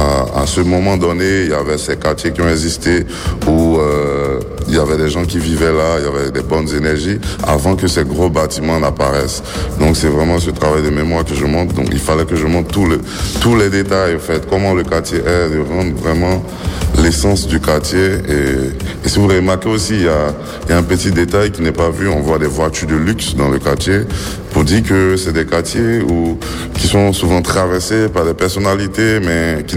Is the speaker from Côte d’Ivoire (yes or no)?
yes; Abidjan, Côte d’Ivoire; now in Berlin, Germany; Quand je suis à Berlin, j'ai un regard extérieur sur mon pays, sur ma ville.